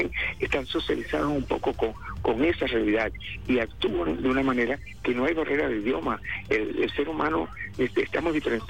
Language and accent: Spanish; Venezuela